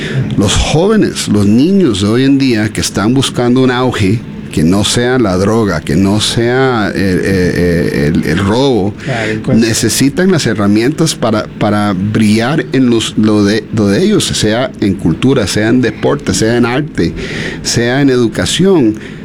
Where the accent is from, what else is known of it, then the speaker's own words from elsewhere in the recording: Costa Rica; Yo soy orgullosamente costarricense.